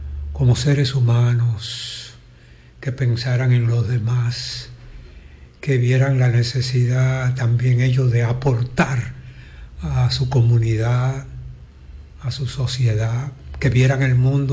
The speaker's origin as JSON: {"language": "Spanish", "country": "Dominican Republic", "said": "Soy dominicano."}